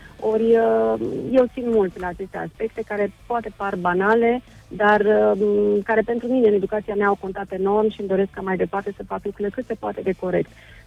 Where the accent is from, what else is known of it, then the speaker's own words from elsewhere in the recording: Bârlad, Vaslui County, Romania; moved away; organizez această competiție în orașul natal, la Bârlad, din respect și cunoștință, odată sigur pentru orașul în care m-am născut